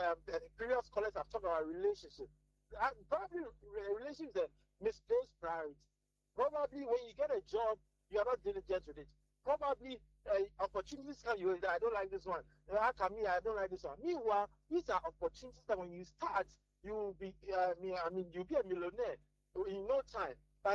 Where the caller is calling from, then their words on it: Tema, Greater Accra, Ghana; calling from Tema.